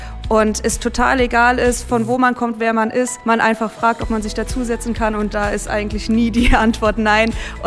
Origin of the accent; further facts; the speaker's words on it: Hesse, Germany; Also es ist meine Heimat. Ich denke, jeder, der auch mal im Rheingau war, kann das auch bestätigen, wie schön der Rheingau ist.